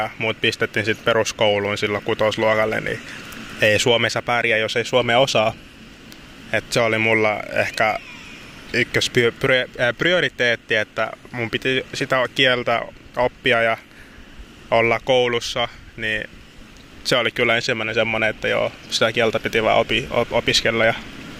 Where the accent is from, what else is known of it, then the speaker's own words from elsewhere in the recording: DR Congo; first language Lingala; Finnish is a second language; No mä oon, en tiedä tiedätkö, mutta kongolainen. Niin mä puhun lingala, on niin kuin mun äidinkieli. Sitten mä puhun ranskaa, se on mun toinen kotikieli. Mutta sitten kun mä oon taas vähän niin kuin puoliksi sambialainen, niin mä puhun noin sambian kielet.